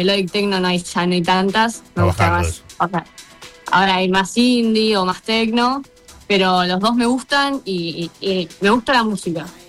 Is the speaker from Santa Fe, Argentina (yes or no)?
no; Bahía Blanca, Buenos Aires Province, Argentina; Soy de Bahía Blanca, a 750 kilómetros.